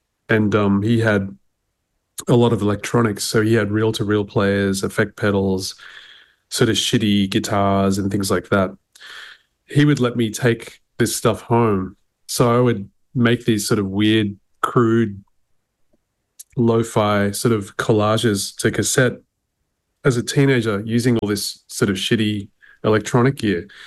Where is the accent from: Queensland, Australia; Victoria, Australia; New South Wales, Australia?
New South Wales, Australia; Sydney; I grew up in Sydney